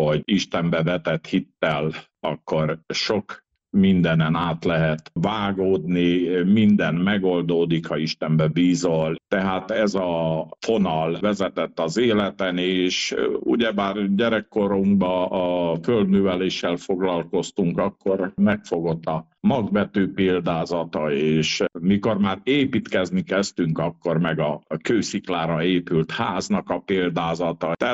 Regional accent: Zentelke, Cluj County, Romania; Kalotaszent király Zentelkén születtem, és már a nagyszülők által természetes a szüleim is vallásos emberek voltak.

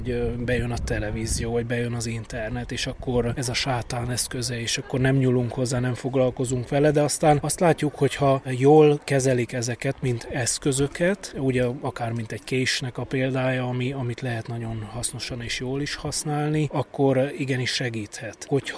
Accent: Sălaj, Romania; főleg én szilágysági vagyok

